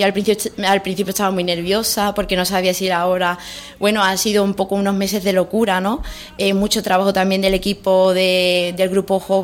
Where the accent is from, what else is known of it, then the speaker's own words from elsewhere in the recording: Utrera, Andalusia, Spain; mi pueblo